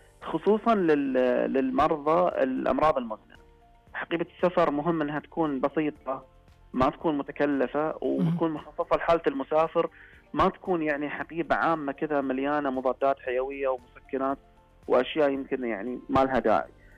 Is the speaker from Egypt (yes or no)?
no; Saudi Arabia; عندنا في السعودية